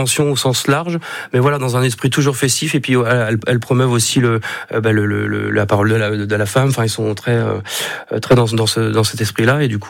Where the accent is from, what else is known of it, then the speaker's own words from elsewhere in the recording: Centre-Val de Loire, France; par chez nous, dans le Grand Lochois, le sud Touraine.